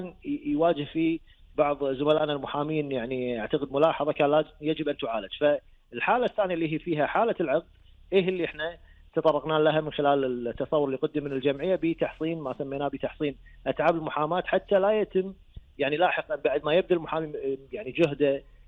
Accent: Kuwait; اليوم عندنا بالكويت

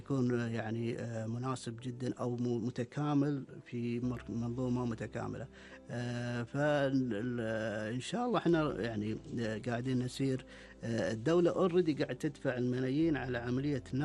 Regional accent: Kuwait; إن قطاع الريسايكل عندنا بالكويت موجود

